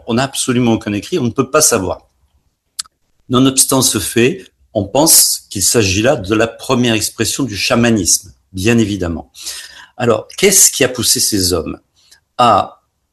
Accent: Perpignan, Occitanie, France; born there; also born or lived in Jura / Paris

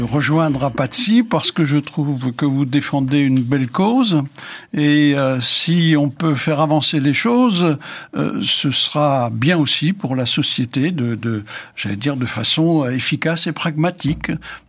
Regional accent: Grand Est, France; Je suis originaire d'Alsace. Mon village d'origine, je trouve au bord du Rhin.

